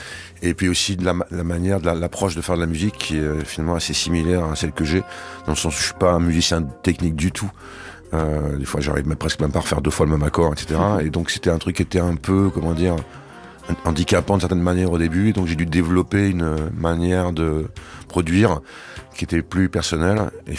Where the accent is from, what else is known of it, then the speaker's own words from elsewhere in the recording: Nice, Provence-Alpes-Côte d'Azur, France; Je suis niçois